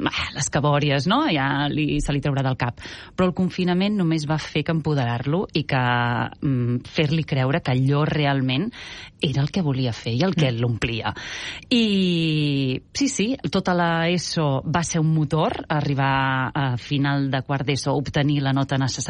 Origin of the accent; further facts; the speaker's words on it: Torroella de Fluvià, Catalonia, Spain; born there; Jo vaig néixer a Torroella Fluvià, que és un poblet de l'Alt Empordà, en un veïnat molt petit que es diu Sant Tomàs de Fluvià